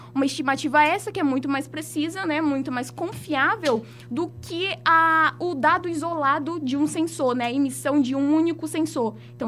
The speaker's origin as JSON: {"language": "Portuguese", "region": "Acre", "country": "Brazil", "moved": "as an adult", "lives_now": "Maranhão, Brazil", "said": "há quase 3 anos eu me mudei do Acre para poder cursar engenharia aeroespacial aqui no Maranhão"}